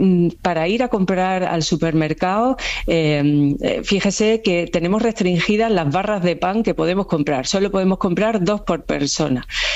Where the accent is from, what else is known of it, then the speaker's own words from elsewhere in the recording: Ceuta, Spain; yo como española, como ceutí, como europea, pido que se desplieguen todos los medios necesarios del Estado.